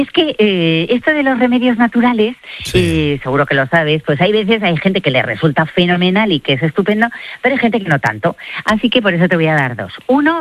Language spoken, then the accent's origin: Spanish; Spain; De la vera, por supuesto, que para eso somos españoles